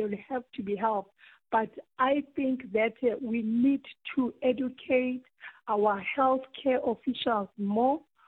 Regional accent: South Africa

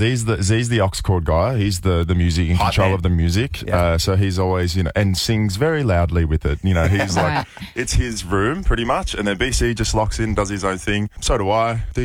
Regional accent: Australia

